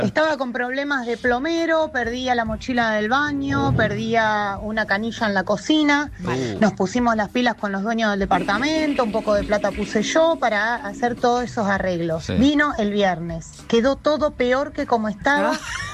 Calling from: Rosario, Santa Fe, Argentina

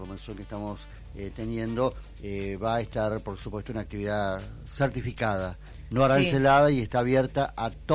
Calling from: Mainqué, Río Negro, Argentina; Lo estoy viendo desde Maiqué.

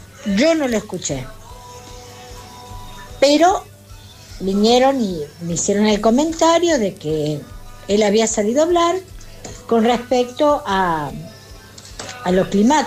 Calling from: Granadero Baigorria, Santa Fe, Argentina; de Granadero Baigorria.

